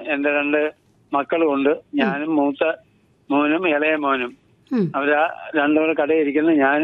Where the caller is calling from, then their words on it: Punalur, Kerala, India; ഞാൻ പുനലൂർന്ന് വിളിക്കുകയാണ്.